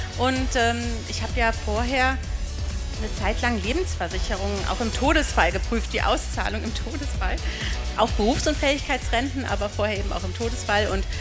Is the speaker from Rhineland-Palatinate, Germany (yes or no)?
yes; Koblenz, Rhineland-Palatinate, Germany; Also ich wohne in einem Vorort, in einem Höhenstadtteil von Koblenz. Und wie gesagt, bin hier geboren, bin auch hier zur Schule gegangen, war auf zwei verschiedenen Gymnasien in Koblenz und habe auch in Koblenz gearbeitet, Ausbildung, alles gemacht